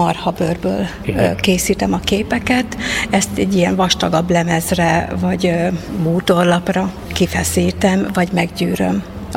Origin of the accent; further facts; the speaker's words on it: Balmazújváros, Hajdú-Bihar, Hungary; born there; now in Debrecen, Hungary; Balmazújvároson születtem, Debrecenben élek jelenleg.